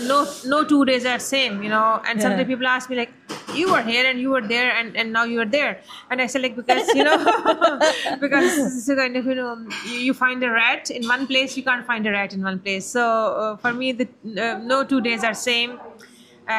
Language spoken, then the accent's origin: English; Cork, Munster, Ireland